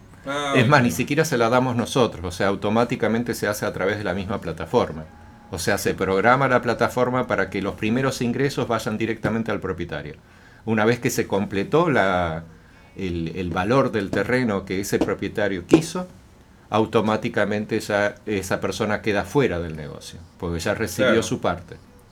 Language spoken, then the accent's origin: Spanish; Argentina; also born or lived in Chile; O sea, yo soy argentino y chileno y vivo mucho tiempo en el exterior.